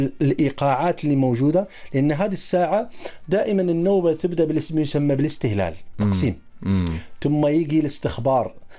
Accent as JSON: {"language": "Arabic", "country": "Morocco", "said": "وباقي حال الجمعيات مثلا عندنا في المغرب"}